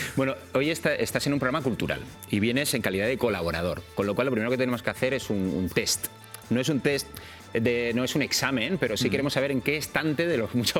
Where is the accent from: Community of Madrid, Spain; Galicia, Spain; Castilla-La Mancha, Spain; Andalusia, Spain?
Community of Madrid, Spain; Madrid; Pues yo soy de Carabanchel, vivo en Carabanchel Alto, así que soy de Manolito.